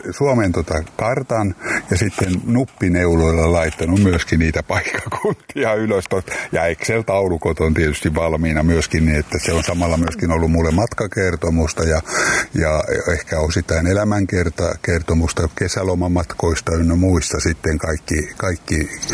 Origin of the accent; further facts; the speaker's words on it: Orimattila, Päijät-Häme, Finland; now in Mynämäki, Finland; mä olen Artjärveltä syntyisin, nykyistä Orimattilaa, nykyistä Päijät-Hämettä, aiemmin Itä-Uuttamaata, niin siellä tietysti ne kirkot on tullut silloin jo katsottua, kotikirkko Artjärvi ja Orimattilassa kävin koulut.